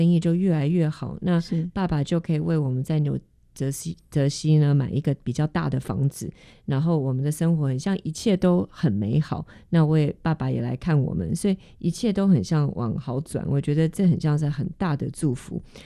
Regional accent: South Korea; moved away; also born or lived in Switzerland / United States; 当时呢, 我是韩国人

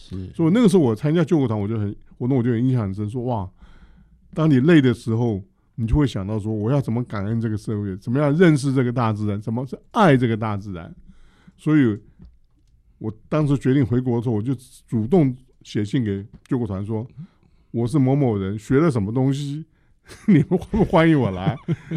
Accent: Taiwan; also born or lived in Chicago, United States; 那我们台湾人年轻人不像美国人喜欢度假，

